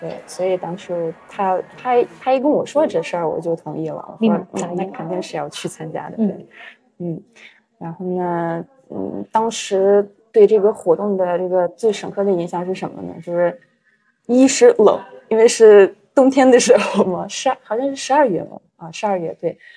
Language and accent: Chinese; Russia; Chinese is a second language; now in China; 对，然后我们十个人当中就我一个外国人，就一个俄罗斯人